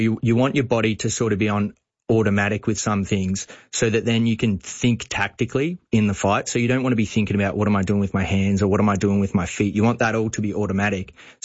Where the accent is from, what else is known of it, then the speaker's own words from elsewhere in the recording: Bacchus Marsh, Victoria, Australia; Yeah, I'm from Bacchus Marsh, and kickboxing's obviously very big in the western suburbs.